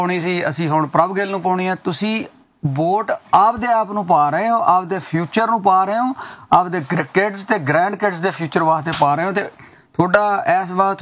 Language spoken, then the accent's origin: Punjabi; Canada